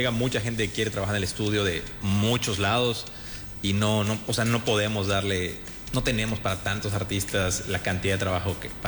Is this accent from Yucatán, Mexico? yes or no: yes; Yucatán, Mexico; No, sí soy yucateco.